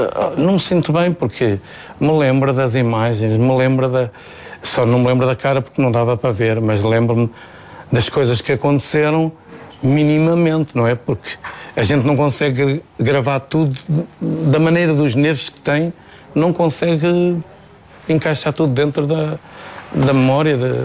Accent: Valença, Norte, Portugal; na minha terra toda a gente me conhece, em Valença de Minho

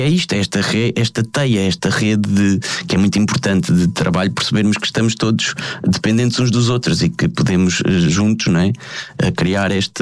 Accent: Portugal; moved away as an adult; Eu digo, assim que digo que sou português

